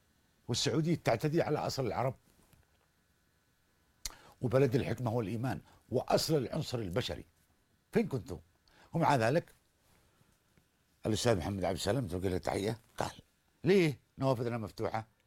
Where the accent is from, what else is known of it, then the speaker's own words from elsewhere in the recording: Yemen; احنا في بلدنا